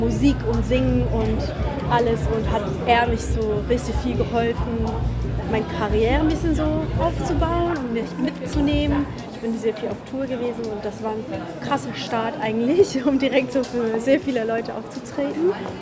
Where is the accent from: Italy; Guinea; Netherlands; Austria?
Netherlands; German is a second language; moved away as an adult; now in Hamburg, Germany; ich komme eigentlich aus den Niederlanden. Ich wohne seit 2 Jahren hier in Hamburg